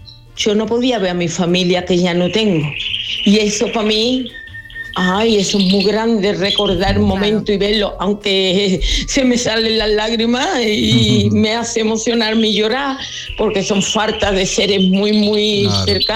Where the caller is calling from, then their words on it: Dos Hermanas, Andalusia, Spain; de Dos Hermanas.